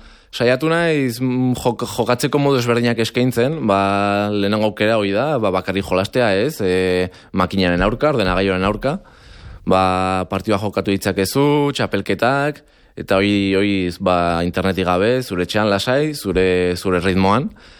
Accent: Basque Country, Spain; Azkenean, bueno, ni euskalduna naiz

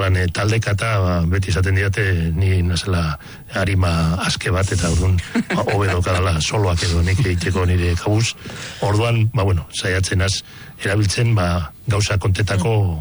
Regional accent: Amorebieta-Etxano, Basque Country, Spain; Basque is a second language; moved away as an adult; now in Mungia, Spain; izatez Zornotzarra, Amorebieta etxanokoa, oin urte nahiko txuia mungia partean bizinaz

